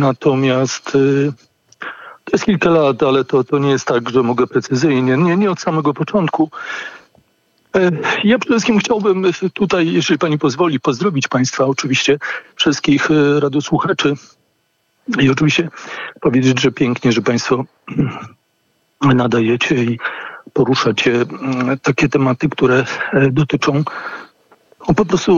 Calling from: Łódź, Łódź Voivodeship, Poland; Ja dzwonię z miasta Łodzi

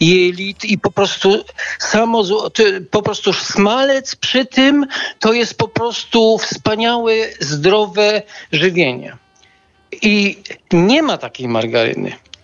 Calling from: Lesser Poland, Poland; ja dzwonię z Małopolski

